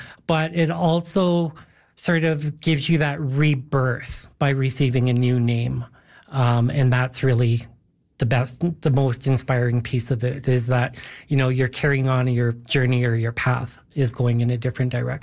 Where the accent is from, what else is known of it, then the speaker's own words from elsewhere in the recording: Canada; as feeling Canadian